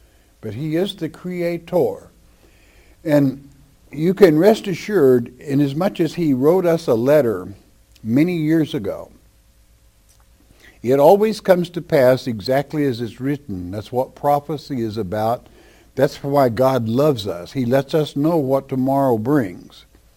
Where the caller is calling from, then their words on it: Florida, United States; from Florida.